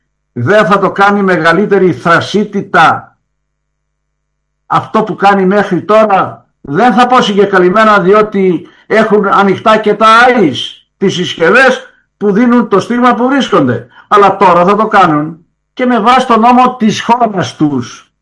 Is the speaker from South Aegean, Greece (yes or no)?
yes; Kalymnos, South Aegean, Greece; Είμαι Έλληνας πολίτης. Εδώ μεγάλωσα, εδώ γεννήθηκα, εδώ μεγάλωσα.